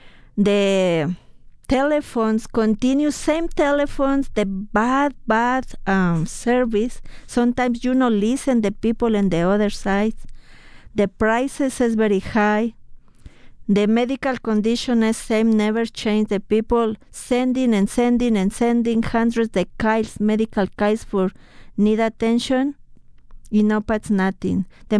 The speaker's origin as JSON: {"language": "English", "region": "Mexico City", "country": "Mexico", "second_language": "English", "moved": "yes", "lives_now": "United States", "said": "I'm from Mexico City. My husband worked in the public transport, similar here, RTD."}